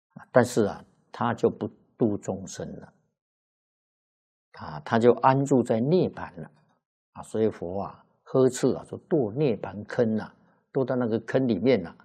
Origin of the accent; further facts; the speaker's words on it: China; 我们中国人算是7岁80岁，与世间人寿命差不多。